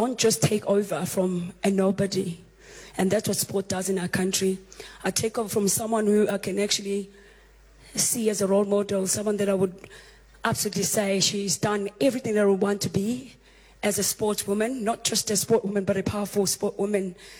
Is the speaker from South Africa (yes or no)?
yes; Hammarsdale, KwaZulu-Natal, South Africa; I come from Hammersdale